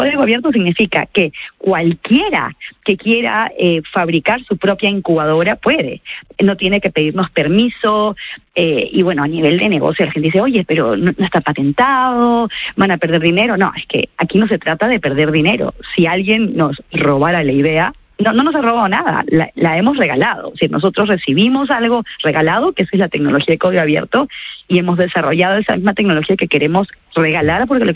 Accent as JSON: {"language": "Spanish", "country": "Peru", "lives_now": "Spain", "said": "yo soy una persona muy creyente y terminé en España, yo soy peruana"}